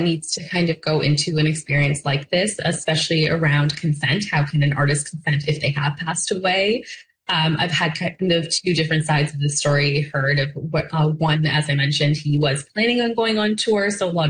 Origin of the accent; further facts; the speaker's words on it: Brampton, Ontario, Canada; I growing up in Brampton